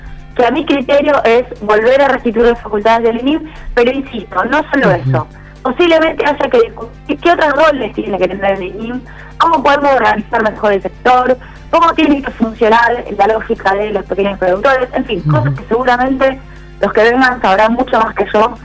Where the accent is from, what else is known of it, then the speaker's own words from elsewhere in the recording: Rosario, Santa Fe, Argentina; soy rosarina, así que imagínate que sé perfectamente lo que es no ser porteño